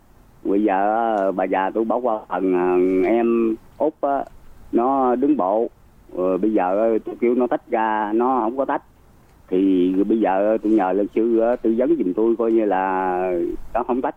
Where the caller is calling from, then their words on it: Dong Thap, Vietnam; Dạ, tôi ở Đồng Tháp.